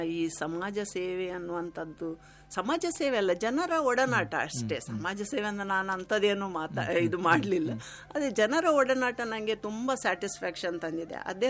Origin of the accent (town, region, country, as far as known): Mangaluru, Karnataka, India